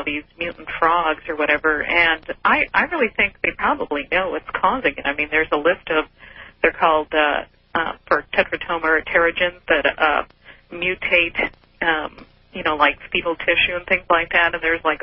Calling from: Camano Island, Washington, United States; from Camano Island, Washington.

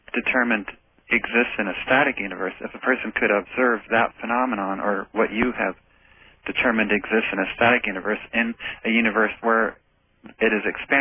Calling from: Oregon, United States; I'm not far from Portland, Oregon.

